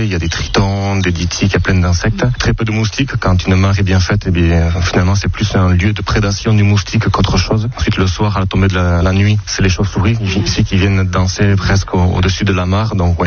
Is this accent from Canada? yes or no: no; Ustaritz, Nouvelle-Aquitaine, France; j'ai 36 ans et je viens d'Ustaritz.